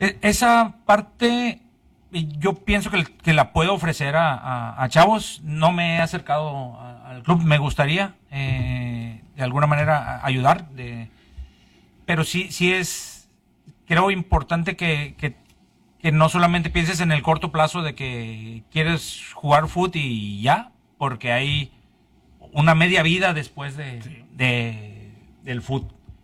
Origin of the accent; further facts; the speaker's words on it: San Nicolás de los Garza, Nuevo León, Mexico; y soy de barrio porque pues vengo de San Nicolás, de Las Puentes. De ahí soy.